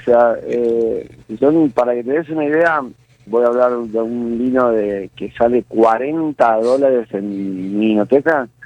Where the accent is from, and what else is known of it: Argentina